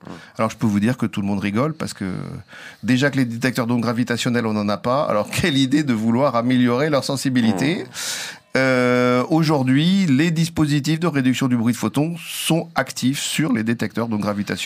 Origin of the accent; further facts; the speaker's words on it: Chartres, Centre-Val de Loire, France; also born or lived in Paris; je suis originaire de Chartres, donc lycée à Chartres